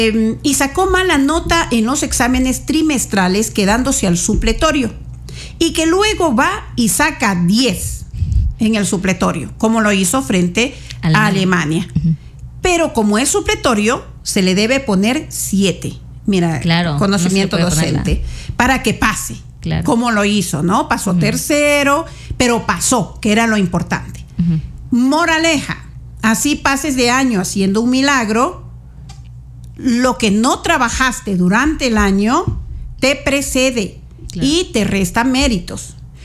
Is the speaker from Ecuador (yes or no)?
yes; Ecuador